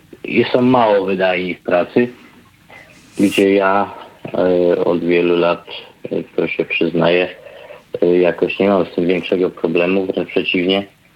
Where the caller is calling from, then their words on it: Netherlands; dzwonię z Holandii